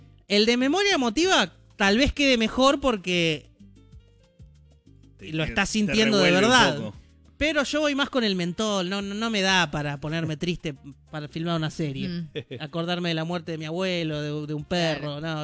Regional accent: La Plata, Buenos Aires Province, Argentina; Yo soy de La Plata

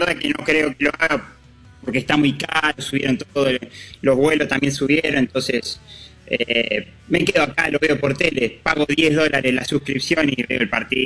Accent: La Plata, Buenos Aires Province, Argentina; La Plata, soy de La Plata.

